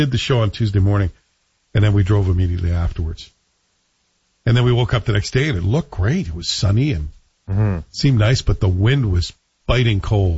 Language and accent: English; Toronto, Ontario, Canada; now in Ottawa, Canada; all my friends growing up in Toronto who were Montreal Canadiens fans